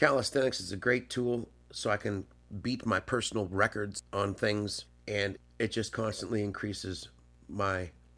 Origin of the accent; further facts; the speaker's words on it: St. Catharines, Ontario, Canada; I'm an independent artist. I grew up in St. Catharines, Ontario.